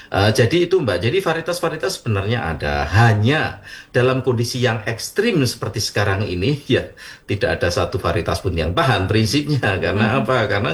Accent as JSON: {"language": "Indonesian", "town": "Blora", "region": "Central Java", "country": "Indonesia", "tie": "born or raised there", "moved": "yes", "said": "Karena saya berasal dari Blora, Bu Kunci. Saya ingat betul ketika musim kemarau, ya pasti harus nyari air lah. Harus berjalan, kadang-kadang berjalan 1-2 kilo untuk nyari air kan, karena Blora wilayah kering kan."}